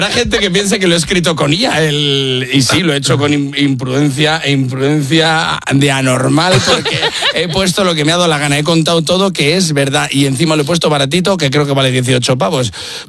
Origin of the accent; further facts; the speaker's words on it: Spain; soy del país de Miguel de Unamuno y Miguel de Cervantes, o sea que soy, yo ya pertenezco al mundo de los escritores